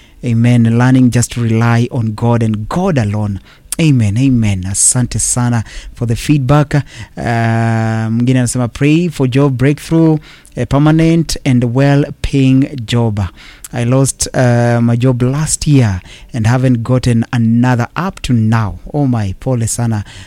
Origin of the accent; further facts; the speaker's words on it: Limuru, Kiambu County, Kenya; from Limuru. Kindly pray for financial breakthrough.